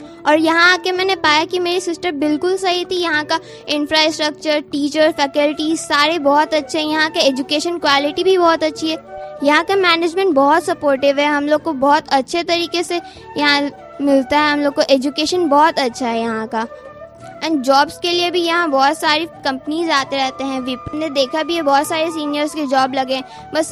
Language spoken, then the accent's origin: Hindi; Patna, Bihar, India; मैं पटना कुम्हरार की रहने वाली हूँ जी।